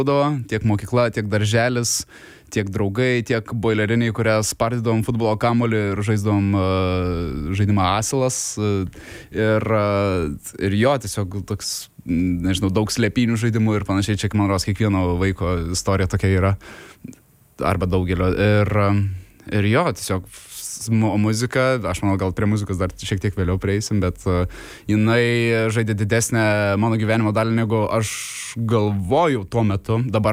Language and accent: Lithuanian; Tauragė, Tauragė County, Lithuania; Aš užaugau Tauragės mieste, užaugau mikrorajone, kur viskas pakankamai arti būdavo, tiek mokykla, tiek darželis, tiek draugai